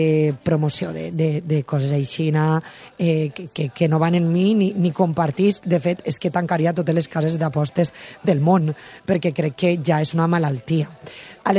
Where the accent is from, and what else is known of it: Valencian Community, Spain